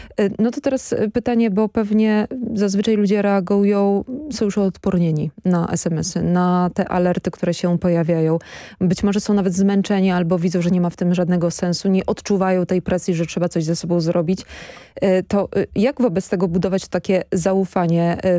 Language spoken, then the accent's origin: Polish; Lublin Voivodeship, Poland; Ja pochodzę z Lubelszczyzny